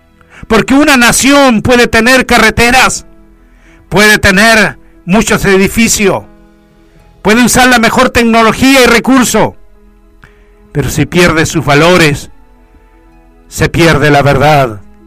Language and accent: Spanish; Chile; Y está bien, debemos hacerlo, porque somos chilenos.